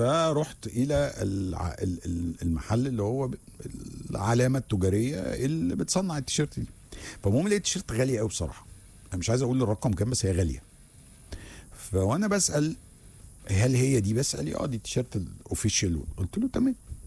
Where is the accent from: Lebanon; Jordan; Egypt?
Egypt; انا هشتريها غالية يا باشا انا مصري وزي الفل، مش عايش هنا اصلا، انا عايش في مصر